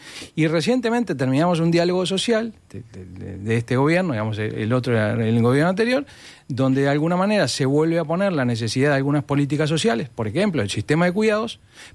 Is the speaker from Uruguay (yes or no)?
yes; Uruguay